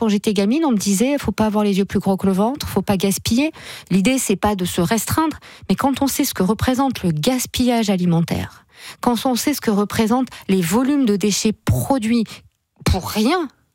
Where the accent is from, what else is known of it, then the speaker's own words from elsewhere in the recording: south of France, France; moved away; moi je viens du sud de la France